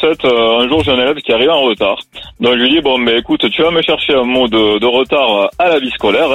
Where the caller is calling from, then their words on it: France; j'habite à Caser, mais je bosse pas très loin du coup